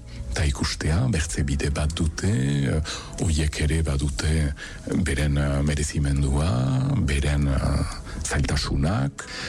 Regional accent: Saint-Pée-sur-Nivelle, Nouvelle-Aquitaine, France; Ni senpertara naiz, euskalduna naiz, eskuarabanakien kasi galdu nuen berreskuratu dut, fededuna naiz

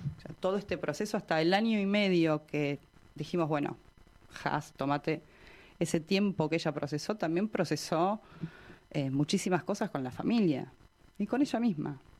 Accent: Argentina

